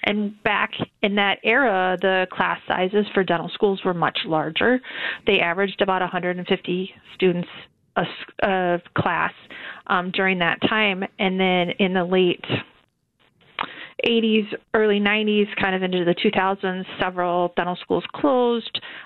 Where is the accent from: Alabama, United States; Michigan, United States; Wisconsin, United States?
Wisconsin, United States; Norwalk; I mean, I grew up in Norwalk, Wisconsin, which is a very small town, mm-hmm. and I moved back basically to the same area.